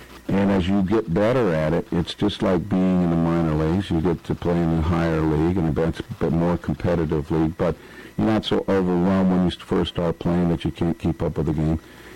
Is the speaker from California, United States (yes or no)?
yes; California, United States; Could have played first base for the Dodgers, my hometown team, and all that kind of stuff.